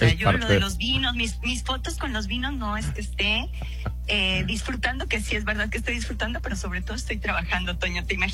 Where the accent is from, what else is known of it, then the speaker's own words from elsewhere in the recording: Guadalajara, Jalisco, Mexico; moved away as an adult; now in Madrid, Spain; La verdad es que en México siempre tomaba tequila. Soy de Guadalajara, además.